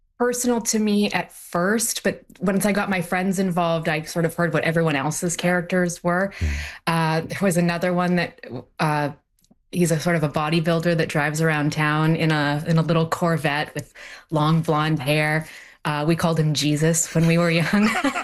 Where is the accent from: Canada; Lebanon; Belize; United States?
Canada; Kirkland Lake, Ontario; moved away; I very much experience my hometown as I am.